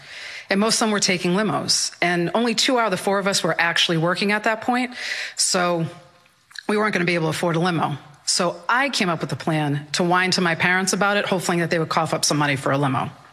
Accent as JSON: {"language": "English", "town": "Malden", "region": "Massachusetts", "country": "United States", "said": "I'm from Malden, Massachusetts, and I am a psychic medium"}